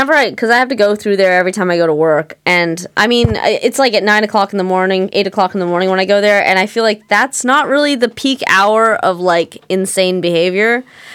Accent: California, United States; I'm from the San Francisco area, and I think I'm just like used to seeing messed up shit and just like pretending I didn't see it

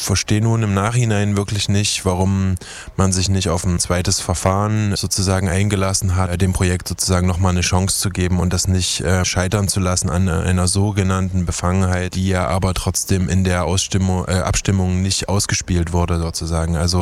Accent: Chemnitz, Saxony, Germany; was ich denn dazu zu sagen habe als Chemnitzer

